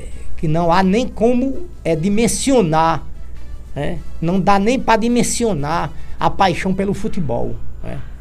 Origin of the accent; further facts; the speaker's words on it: Brazil; sou brasileiro